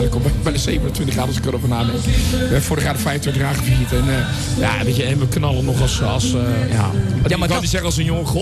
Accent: Noordwijk, South Holland, Netherlands; En ik kom zelf uit Noordwijk, aan de kust.

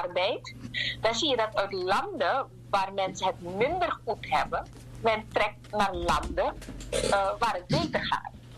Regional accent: Suriname

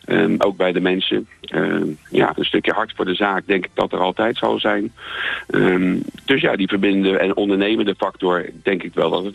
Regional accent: The Hague, South Holland, Netherlands; born there; now in Alphen aan de Rijn, Netherlands; is 59 jaar, geboren in Den Haag. Naar het mooie Alphen aan de Rijn gekomen omdat ik de winkel gestart

